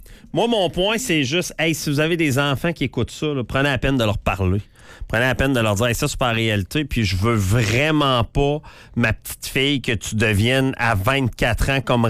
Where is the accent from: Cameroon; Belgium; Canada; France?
Canada; New Brunswick; Non, hey, je me suis trompé. Je viens du Nouveau-Brunswick.